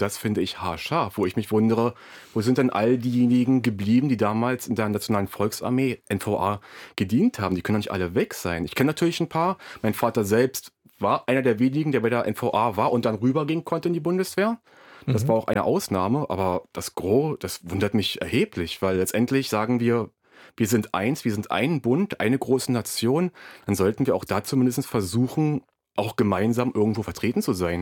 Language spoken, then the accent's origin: German; Brandenburg, Germany; Ich sag so, aus Brandenburg.